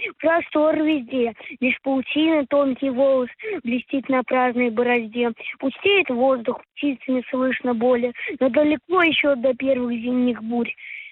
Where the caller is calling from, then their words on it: Nizhny Novgorod, Nizhny Novgorod Oblast, Russia; Я из Нижнего Новгорода.